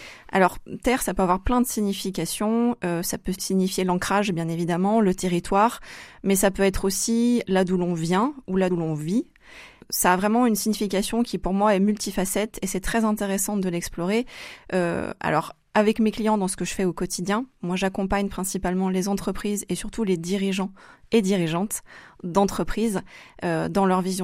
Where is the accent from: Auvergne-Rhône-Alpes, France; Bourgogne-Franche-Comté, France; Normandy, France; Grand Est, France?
Auvergne-Rhône-Alpes, France; Saint-Étienne; Oui, alors moi je suis stéphanoise, je suis née, j'ai grandi à Saint-Étienne, j'en suis partie pour faire mes études et puis comme toujours je pense que le cœur et l'attachement au territoire ont été plus forts et je suis revenue, je suis maintenant de retour à Saint-Étienne depuis plusieurs années